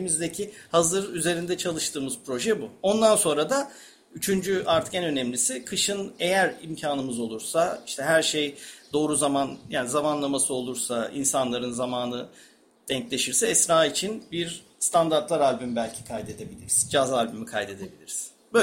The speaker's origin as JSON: {"language": "Turkish", "region": "Balıkesir", "country": "Turkey", "said": "Ben de Balıkesirliyim bu arada."}